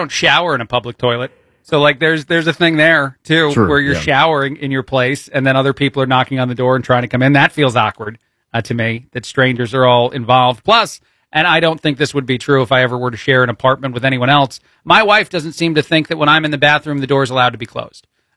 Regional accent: New Jersey, United States; also born or lived in Chicago, Illinois; I'm not even originally from Illinois. I lived there for a long time. I lived in Chicago. I was born in New Jersey.

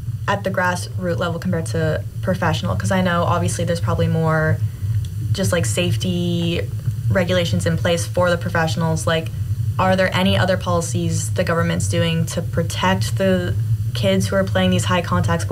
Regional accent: Canada; All right, so I'm from Canada. You guys have a much more intense outlook on sport than we do back home.

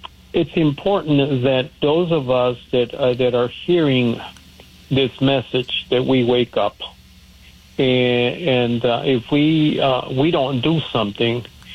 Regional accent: Hawthorne, California, United States; Because I grew up in the South Bay. I grew up in Hawthorne.

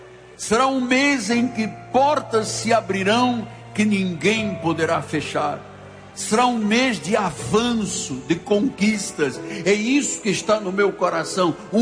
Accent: Luanda, Angola; born there; No meu caso particular, há 72 anos atrás, lá num país de África, numa cidade chamada Luanda, Deus me trouxe a esta terra.

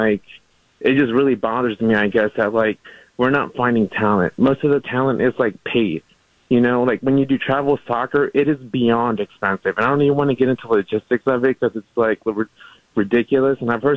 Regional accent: Mexico; now in Fredericksburg, United States; From Mexico.

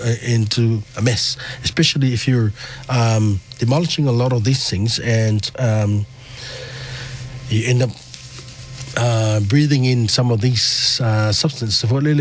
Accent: New Zealand; It's in our DNA as a Kiwi.

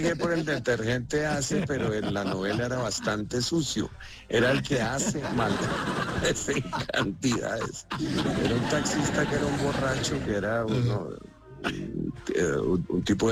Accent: Tocaima, Cundinamarca, Colombia; por mi origen, yo soy de un pueblo, soy de Tocaima, y, pues, hermano, allá en esa vaina, en el pueblo, uno en el colegio, yo fui el mejor bachiller del colegio

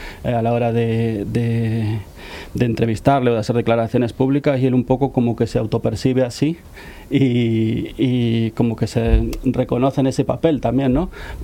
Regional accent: Argentina; Además soy argentino, puedo hablar toda la mañana.

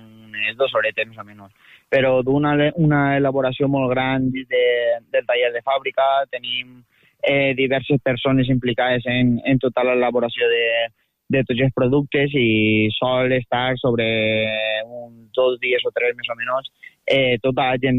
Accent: Llanera de Ranes, Valencian Community, Spain; nosaltres som de Llanera

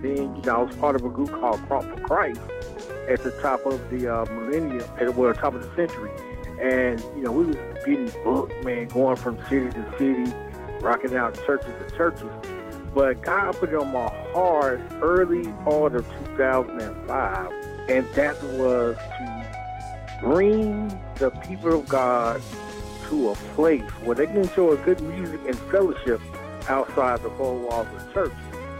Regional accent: Memphis, Tennessee, United States; moved away as an adult; also born or lived in Jackson, Tennessee; now in Nashville, United States; I was going back and forth between Memphis, Tennessee, my hometown, and Jackson, Tennessee, doing radio in both the cities.

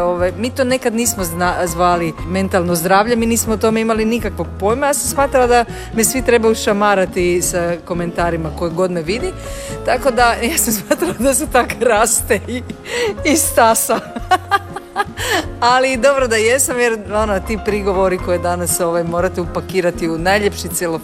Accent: Koprivnica, Koprivnica-Križevci County, Croatia; Ja sam došla naravno iz Koprivnice s jednim velikim renomeom prvog glasa Koprivnice. To mislim da sam imala 17,5

